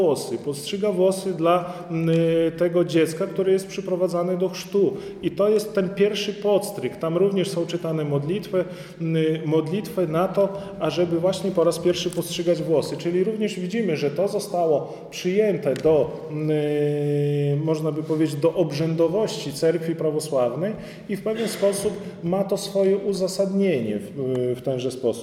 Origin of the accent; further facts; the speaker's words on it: Podlaskie Voivodeship, Poland; tutaj u nas na Białostoczyźnie jest bardzo silnie, że my odwiedzamy, tak?